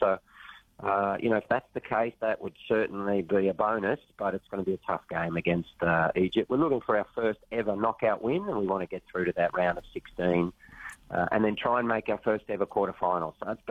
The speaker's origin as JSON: {"language": "English", "town": "Lismore", "region": "New South Wales", "country": "Australia", "said": "I'm from Lismore, just down the coast from you guys originally"}